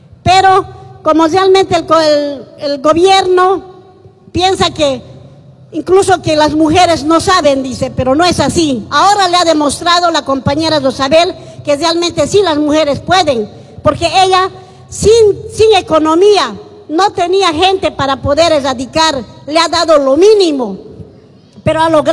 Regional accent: Bolivia; como buenos soldados bolivianos

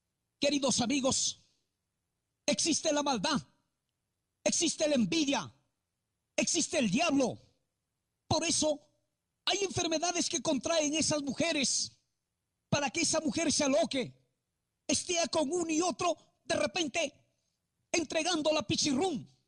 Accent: Penachí, Lambayeque, Peru; soy de Salas Penachí.

